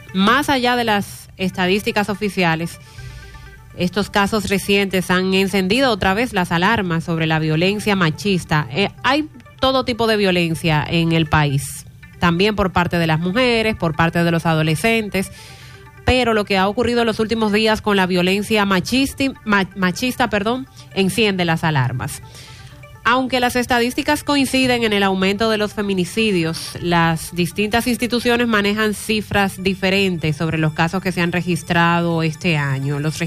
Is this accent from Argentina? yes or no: no; Dominican Republic; nos duele a todos como dominicanos.